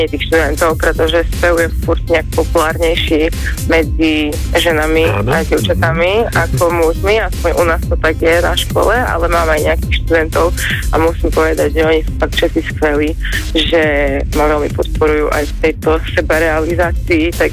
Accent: Košice, Košice Region, Slovakia; moved away as an adult; now in Prague, Czech Republic; Ja som pôvodne z Košíc, takže moja cesta začala tam.

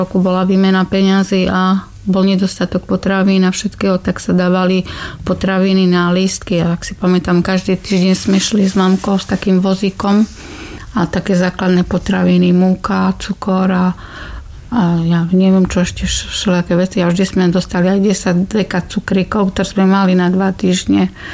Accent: Košice, Košice Region, Slovakia; born there; Takže som sa narodila v Košiciach.

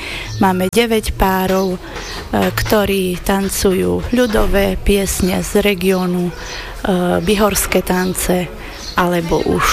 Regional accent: Romania; Takže zatiaľ vystupujeme len doma v Rumunsku.

